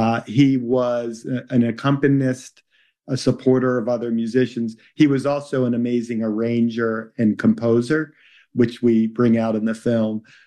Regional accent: Baltimore, Maryland, United States; moved away as an adult; now in Durham, United States; Yeah, exactly. So I'm actually from Baltimore. I didn't meet Yusef or Joe Blair in Baltimore. My wife and I moved to Durham in 1983

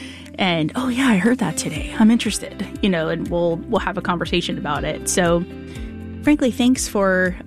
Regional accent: Cary, North Carolina, United States; from Cary, North Carolina

